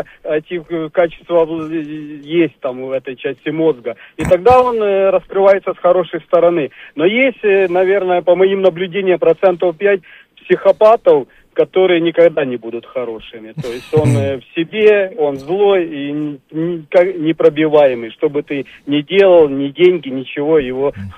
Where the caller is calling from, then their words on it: Krasnogorsk, Moscow Oblast, Russia; Красногорск.